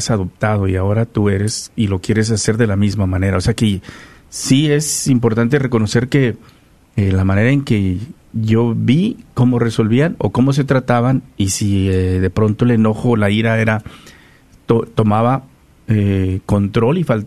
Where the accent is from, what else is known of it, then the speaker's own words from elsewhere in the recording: Guerrero, Mexico; la mayoría sabe, ¿no?, que soy de Guerrero, y en Guerrero hablamos, que cuidado, ¿no?